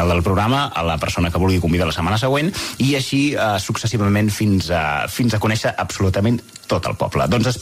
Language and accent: Catalan; Sabadell, Catalonia, Spain; que us presentarem el programa. Els dos som de Sabadell i venim aquí a Mata de Pere a fer ràdio.